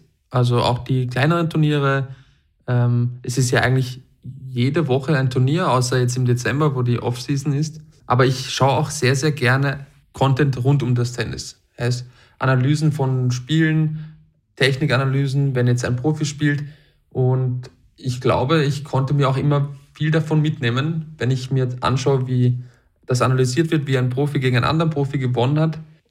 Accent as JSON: {"language": "German", "country": "Austria", "said": "die ja eigentlich dich und auch mich irgendwo repräsentiert als Österreicher"}